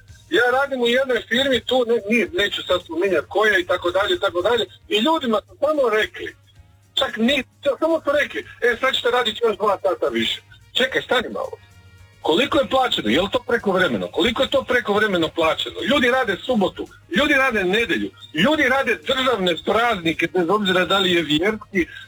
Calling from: Croatia; Znači, ljudi nikad kod nas, u Hrvatskoj, općenito.

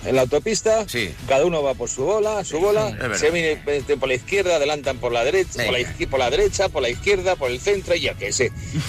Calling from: Segovia, Castile and León, Spain; de Segovia.

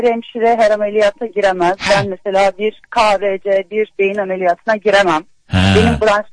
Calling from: Istanbul, Turkey; Hoş buldum, ben de İstanbul'dan arıyorum.

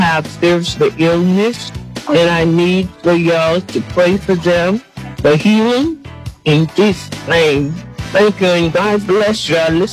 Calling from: South Carolina, United States; from the Chalo area, South Carolina.

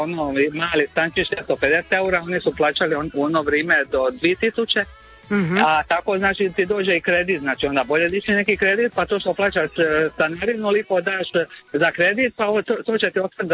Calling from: Croatia

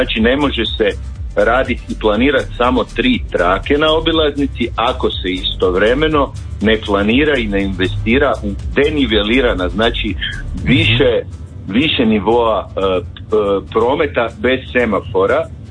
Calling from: Varaždin, Varaždin County, Croatia; Ja sam iz Varaždina

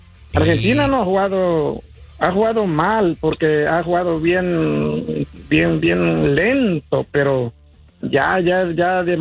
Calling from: Long Beach, California, United States; de Long Beach.

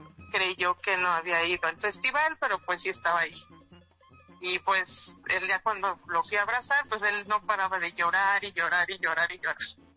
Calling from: Cuautitlán, State of Mexico, Mexico; yo vivo en Cuautitlán.

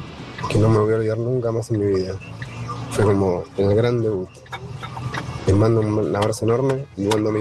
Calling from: Olivos, Buenos Aires Province, Argentina; de Olivos por acá.

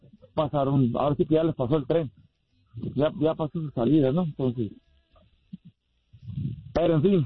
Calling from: Mexico; soy mexicano

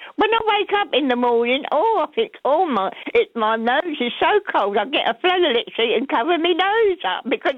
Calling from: Rangiora, Canterbury, New Zealand; yeah, a lovely Rangiora.

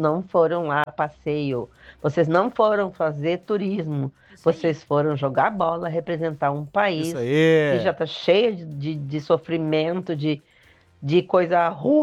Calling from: Canoas, Rio Grande do Sul, Brazil; sou de Canoas

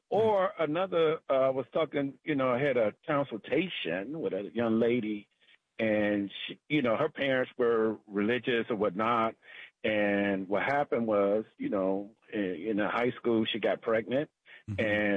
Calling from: Brandywine, United States; I'm just calling from Brandywine.

